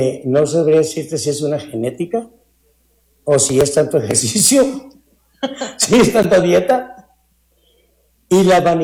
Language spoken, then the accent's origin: Spanish; Mazatlán, Sinaloa, Mexico; Somos de Mazatlán, ambos, ¿no?